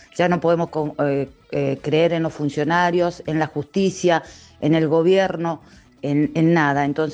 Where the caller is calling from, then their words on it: Argentina; y de nuestros pesares también como pueblo argentino.